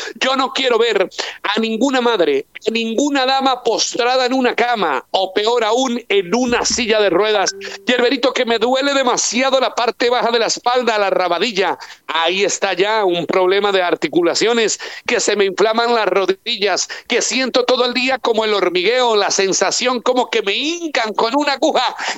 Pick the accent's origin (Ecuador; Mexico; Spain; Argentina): Ecuador; Gracias, Dios mío, por haber llegado nuevamente a mi patria. Extrañaba demasiado realmente mi comida, mi gente, mis lugares, mis sitios. Hoy, ya desde acá, desde el Ecuador